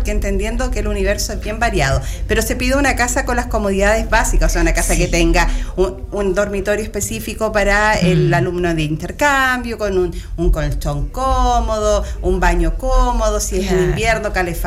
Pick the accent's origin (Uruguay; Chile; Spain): Chile; siendo chilena